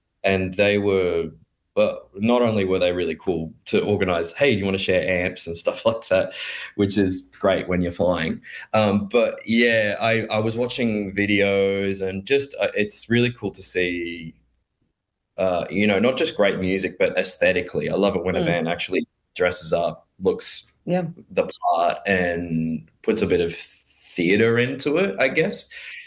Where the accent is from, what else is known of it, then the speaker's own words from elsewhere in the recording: Gold Coast, Queensland, Australia; growing up on Gold Coast and being someone like me